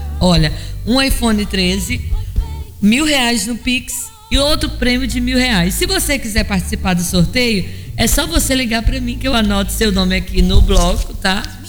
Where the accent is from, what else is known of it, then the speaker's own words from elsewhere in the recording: Vitória, Brazil; born there; also born or lived in São Benedito dos Maciéis; Na verdade, eu nasci aqui em Vitória, fui criada uma parte lá, mas meus primeiros passos na fé foi ali na igreja Assembleia de Deus, ali em São Benedito.